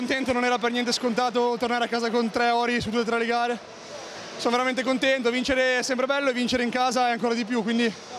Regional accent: Sestri Levante, Liguria, Italy; born there; now in Livorno, Italy; Sono nato al mare, a Genova, in provincia di Genova, e ora vivo a Livorno, sempre città di mare, di porto

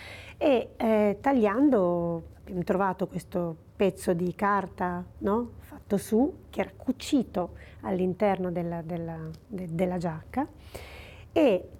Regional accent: Pontestura, Piedmont, Italy; Io so che … al mio paese natio, che è Pontestura, che è vicino a Casale Monferrato, è Pontestura, perché sanno che lavoro sulle ossa.

